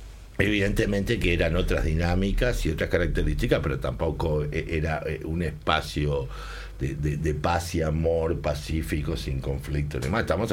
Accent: Uruguay; yo soy un uruguayo típico, pasaporte italiano.

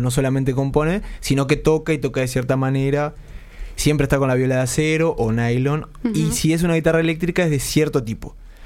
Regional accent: Uruguay; siempre caemos bien, como el uruguayo

